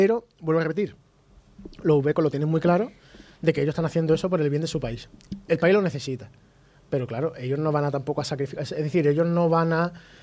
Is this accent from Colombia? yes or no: no; Spain; para nosotros como españoles